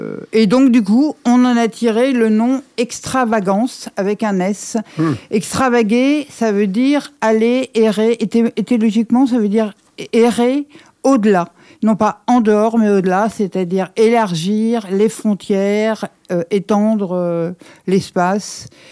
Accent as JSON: {"language": "French", "town": "Paris", "region": "Île-de-France", "country": "France", "moved": "yes", "said": "je suis parisienne"}